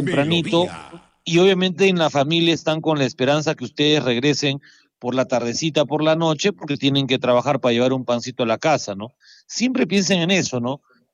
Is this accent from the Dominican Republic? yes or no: no; Peru; nuestra realidad como peruanos y acá también en Arequipa.